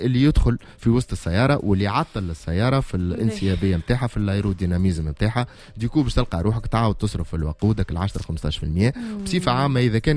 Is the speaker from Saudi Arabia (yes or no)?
no; Tunis, Tunis Governorate, Tunisia; born there; والله احسن بلاصه هي مسقط راسي هي لافايت